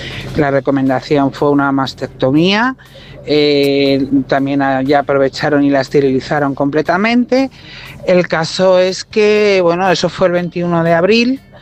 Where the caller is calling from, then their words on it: Madrid, Community of Madrid, Spain; Soy taxista de Madrid